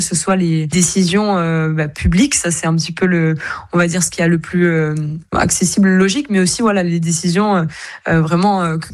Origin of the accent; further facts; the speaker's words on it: Corsica, France; bien qu'en tant que Corse, on soit proche de cet environnement